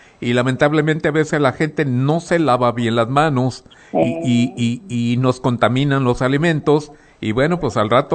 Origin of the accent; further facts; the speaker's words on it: Mexico; Así somos los costeños